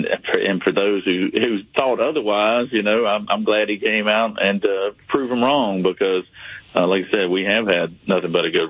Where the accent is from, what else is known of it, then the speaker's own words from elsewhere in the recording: Jackson, Georgia, United States; it's here in my hometown in Jackson, Georgia.